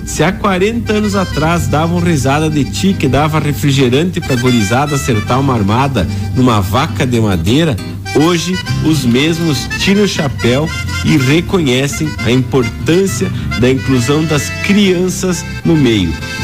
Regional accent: Rio Grande do Sul, Brazil

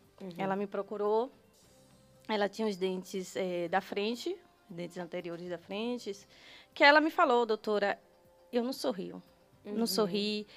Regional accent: Bahia, Brazil; born there; do Retiro, que é onde eu nasci.

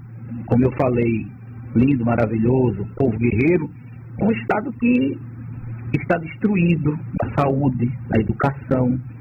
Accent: Paraíba, Brazil; moved away; Mas sou pastor há 31 anos, vim da Paraíba faz 14 anos, já recebi o título de cidadão maceoense, o título de cidadão alagoano, o título de cidadão deodorense, conheço o estado de Alagoas de ponta a ponta

